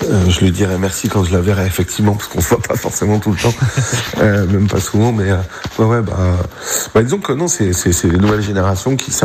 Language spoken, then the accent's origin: French; Brittany, France; now in Paris, France; Ah, j'adore. Moi, je suis breton.